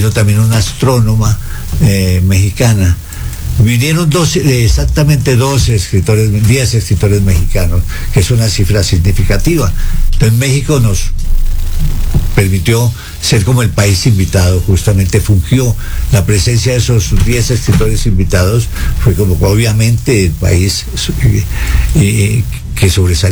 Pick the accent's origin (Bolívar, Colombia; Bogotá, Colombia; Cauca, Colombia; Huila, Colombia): Huila, Colombia; Pitalito; now in Ecuador; Se hacen pasantías en esa casa en mi pueblo.